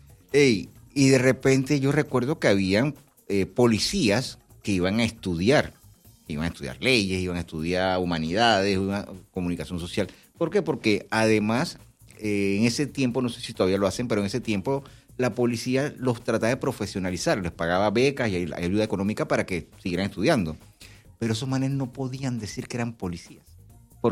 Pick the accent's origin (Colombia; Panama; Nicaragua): Panama; somos panameños